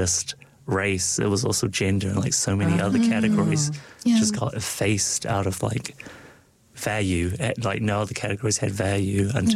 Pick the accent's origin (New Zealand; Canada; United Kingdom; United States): New Zealand; Dunedin, Otago; first language Cantonese and English; growing up in New Zealand because, like, very quickly on, I realized how different I was from the other kids, because Dunedin's very white.